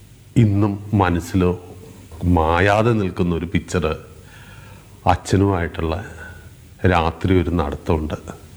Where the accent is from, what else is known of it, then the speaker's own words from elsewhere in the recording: Kochi, Kerala, India; ഞാൻ ജനിച്ചു വളർന്ന കലൂര്, ഞാൻ ജനിക്കുന്ന കാലത്ത് ഏകദേശം ഒരു ഗ്രാമപ്രദേശം തന്നെയായിരുന്നു.